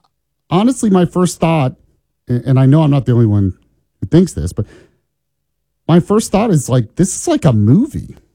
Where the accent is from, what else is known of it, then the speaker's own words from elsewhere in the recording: Orlando, Florida, United States; I grew up in Orlando, Florida. I understood. I had never been to New York City in my life.